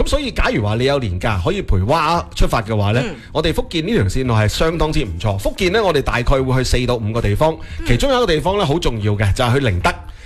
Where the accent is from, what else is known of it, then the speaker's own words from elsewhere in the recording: Guangdong, China; 所以作为广东人